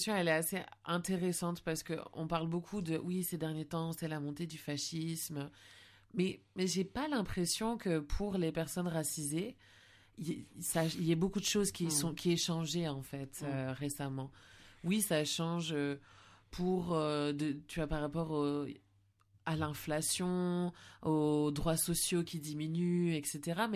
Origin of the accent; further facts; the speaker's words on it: Réunion; alors que je viens de la Réunion